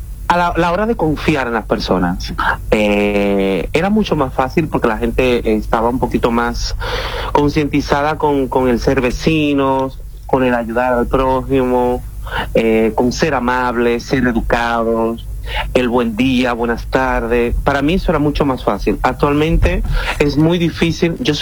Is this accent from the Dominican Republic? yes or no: yes; Dominican Republic; En Dominicana, sí, en mi niñez